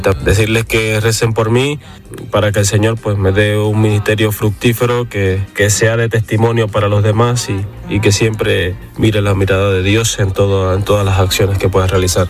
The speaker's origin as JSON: {"language": "Spanish", "country": "Venezuela", "tie": "born or raised there", "moved": "yes", "lives_now": "Almería, Spain", "said": "soy de Venezuela"}